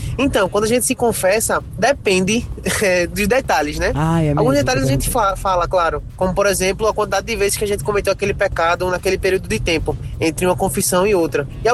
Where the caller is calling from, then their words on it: Recife, Pernambuco, Brazil; sou aqui de Recife. Eu e minha esposa somos católicos praticantes